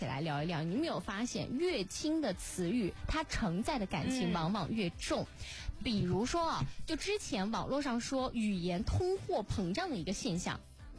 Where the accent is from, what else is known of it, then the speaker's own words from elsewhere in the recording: China; 我们中国人都比较含蓄